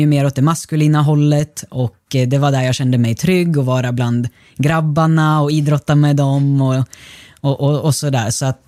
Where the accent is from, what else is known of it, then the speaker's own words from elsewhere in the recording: Russia; now in Sweden; Men jag följde med tillbaka till Ryssland då, som är där vi kommer ifrån.